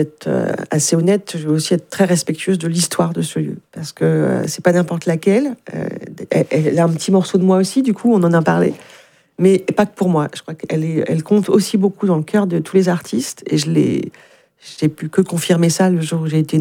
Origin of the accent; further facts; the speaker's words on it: Le Mans, Pays de la Loire, France; moved away as an adult; also born or lived in Alençon / Auxerre / Besançon; Moi, je suis originaire je suis née au Mans. Et donc, j'ai été baignée, j'ai été éduquée par le Repas Jazz Festival.